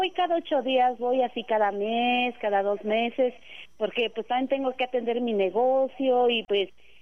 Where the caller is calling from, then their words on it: Los Reyes La Paz, State of Mexico, Mexico; De aquí del municipio de Los Reyes La Paz.